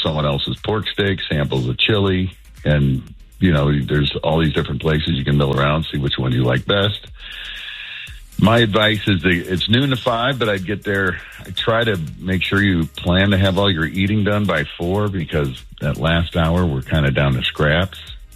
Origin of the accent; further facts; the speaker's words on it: Millstadt, Illinois, United States; now in St. Louis, United States; I grew up in the east side. I'm from Millstadt, Illinois, and that's why I'm calling in today.